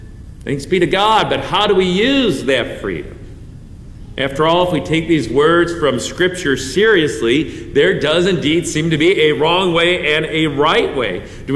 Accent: United States; I might be free to be selfish as an American, but I am not free to be selfish as a Christian.

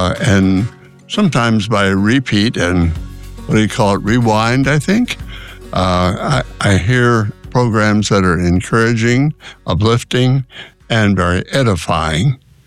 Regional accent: Illinois, United States; now in South County, St. Louis, United States; I'm living here in South County. I grew up in Illinois, and this is my home now.

